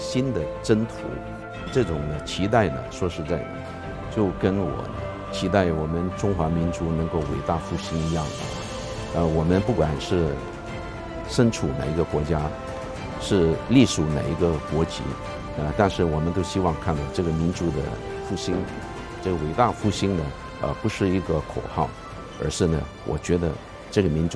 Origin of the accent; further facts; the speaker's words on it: Malaysia; 因为我本身是海南人的这个第二代啊，土生第二代。那么我曾经担任过马来西亚的这个交通部的部长